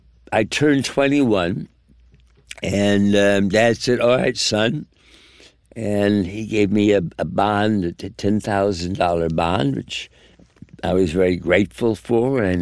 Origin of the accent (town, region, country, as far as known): East Coast, United States; born or raised there